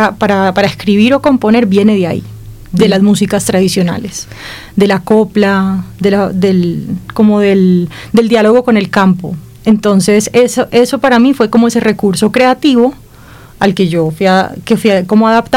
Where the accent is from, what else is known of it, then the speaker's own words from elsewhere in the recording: La Guajira, Colombia; moved away; also born or lived in Medellín; Yo crecí en La Guajira. Crecí en La Guajira, nací en Medellín, pero crecí en La Guajira.